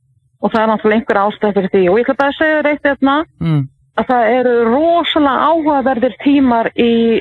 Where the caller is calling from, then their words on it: Torrevieja, Valencian Community, Spain; Torrevieja.